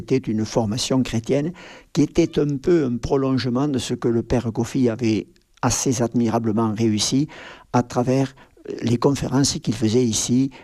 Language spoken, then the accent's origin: French; Mazamet, Occitanie, France; born there; moved away as an adult; Quand j'étais enfant, il y avait 52 usines de délainage dans le Mazamé. Quand je suis parti de Mazamé, je crois qu'il en restait deux.